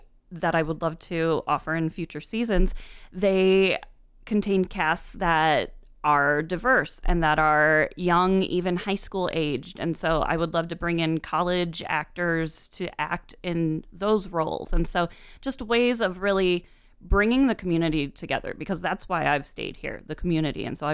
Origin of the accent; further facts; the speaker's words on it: Sterling, Illinois, United States; also born or lived in Peoria; I grew up in Sterling, Illinois. I was born in Peoria, but that was it. Then I went back to Sterling.